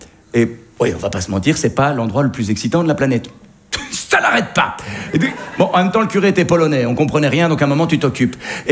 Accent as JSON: {"language": "French", "country": "Belgium"}